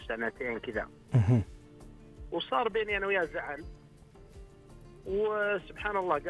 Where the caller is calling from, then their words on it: Khamis Mushait, Asir, Saudi Arabia; أكلمك من عسير، خميس مشيط